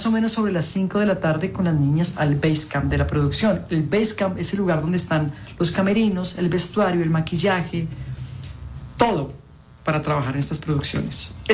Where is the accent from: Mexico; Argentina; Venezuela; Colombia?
Colombia; Soy actor colombiano.